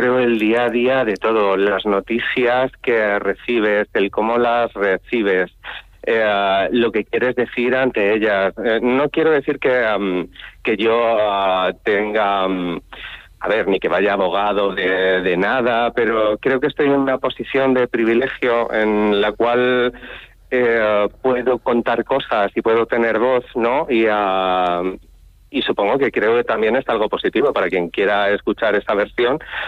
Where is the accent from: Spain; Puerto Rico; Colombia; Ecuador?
Spain; Toledo, Castilla-La Mancha; also born or lived in Madrid; yo soy originario de Madrid, nacido en Madrid, aunque yo siempre digo que soy de Toledo, toda mi familia es toledana y yo me he criado ahí en Toledo.